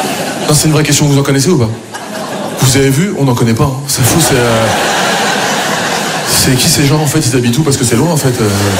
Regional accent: France; je suis fier de mes origines et je suis fier d'être français, moi aussi. Je suis un bon français, je suis fier d'être français

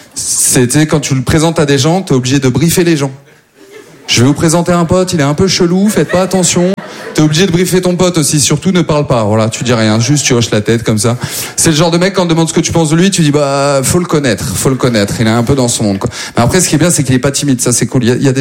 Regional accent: Maubeuge, Hauts-de-France, France; now in Paris, France; moi à la base, en plus je viens pas du tout de Paris, moi je viens de Maubeuge

